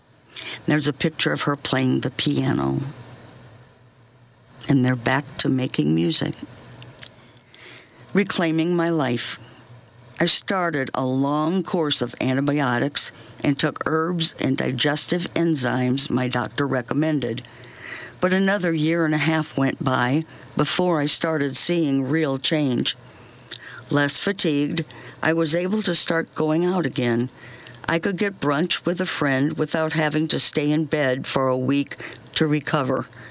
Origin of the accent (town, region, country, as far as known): Connecticut, United States; born or raised there